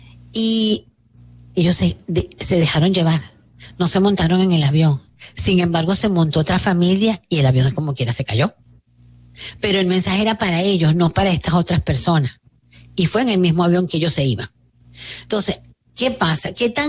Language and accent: Spanish; Venezuela; me siento con una tristeza muy, muy grande por lo ocurrido en mi país. Yo lo dije en un programa, en varios programas que venía eso para Venezuela